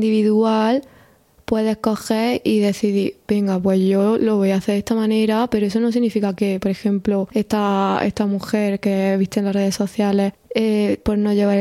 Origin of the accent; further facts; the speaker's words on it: a village in Granada province, Andalusia, Spain; now in Granada, Spain; yo vengo de un pueblo de Granada